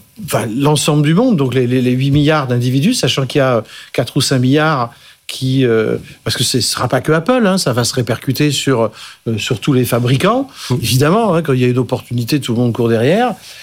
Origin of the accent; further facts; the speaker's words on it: Indonesia; ceux qui peuvent pas acheter des téléphones en Indonésie ou dans d'autres pays, je suis de l'Indonésie.